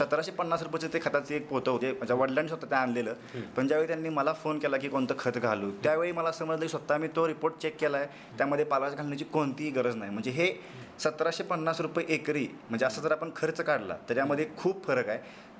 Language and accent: Marathi; Marali, Maharashtra, India; मरळी हे गाव म्हणजे मी मूळचा खेडेगावचा आहे, एकदम छोटंसं गाव आहे, एकदम खेड्यात डोंगराच्या पायथ्याशी असलेलं एक गाव आहे.